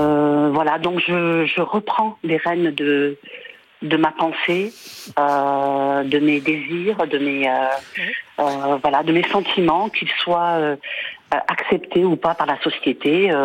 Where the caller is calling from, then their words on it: Marseille, Provence-Alpes-Côte d'Azur, France; J'appelle de Marseille, la Belle.